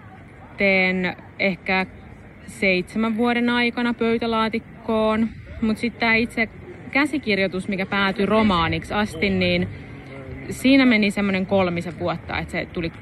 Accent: Valkeakoski, Pirkanmaa, Finland; moved away; Mä oon kotoisin Valkeakoskelta Suomesta, siellä mä oon syntynyt, nykyään mä asustelen sitten muualla.

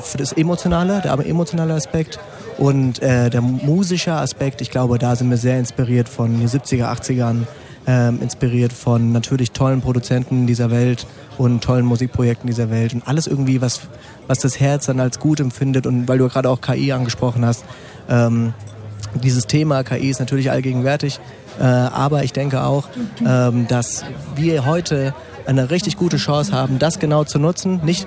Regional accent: Ossenheim, Hesse, Germany; Und Jerry und ich sind sowieso, wir sind in Ossenheim groß geworden.

